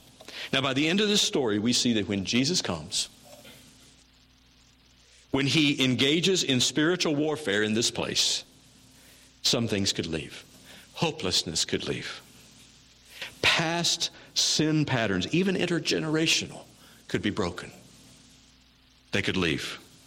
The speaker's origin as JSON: {"language": "English", "region": "Missouri", "country": "United States", "tie": "born or raised there", "said": "You know, the Battle of Wilson's Creek is much remembered in my hometown."}